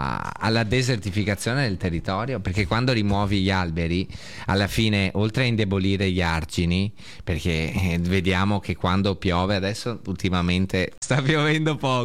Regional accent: Veneto, Italy; quest'anno siamo noi il Veneto

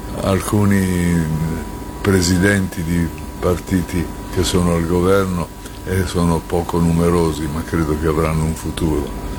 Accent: Bologna, Emilia-Romagna, Italy; also born or lived in Padua / Giulianova; Beh, sono nato a Padova, sì, a 2 anni sono andato a Bologna, è stato sempre Bologna e Giulianova

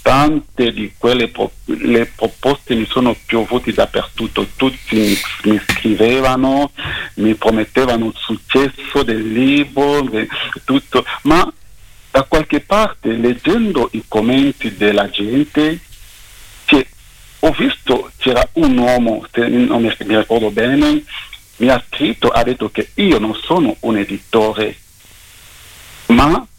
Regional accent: DR Congo; moved away as an adult; Il Congo belga e il Congo francese, e io vengo dal Congo belga.

